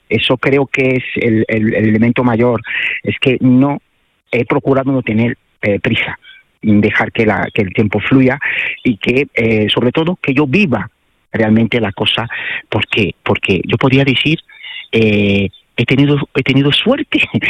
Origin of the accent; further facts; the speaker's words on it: Cameroon; moved away; cuando vuelves allá, en mi país, en Camerún, eres mucho más extranjero allá.